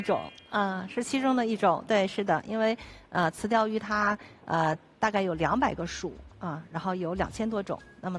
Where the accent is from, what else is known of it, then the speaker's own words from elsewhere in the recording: China; 我们中国人